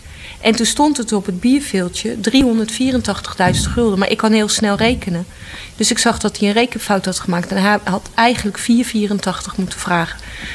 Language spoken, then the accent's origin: Dutch; Utrecht, Netherlands; moved away as an adult; now in Rotterdam, Netherlands; Ik ben op de Oudegracht geboren.